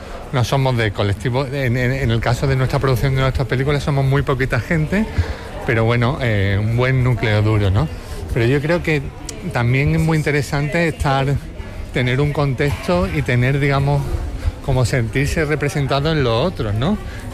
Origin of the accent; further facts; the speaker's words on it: Andalusia, Spain; Es cine andaluz porque somos andaluces y porque tratamos historias desde Andalucía, ¿no?